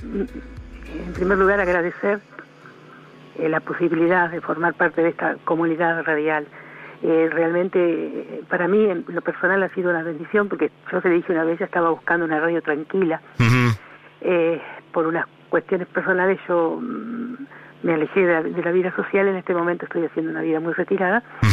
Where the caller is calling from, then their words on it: Chascomús, Buenos Aires Province, Argentina; de Chascomús.